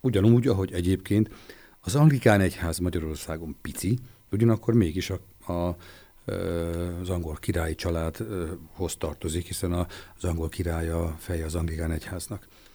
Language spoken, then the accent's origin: Hungarian; Libya; hiszen beszélek arabul is, hiszen Líbiában nőttem föl, ott dolgoztak a szüleim, és emiatt az arab nyelvet is megtanultam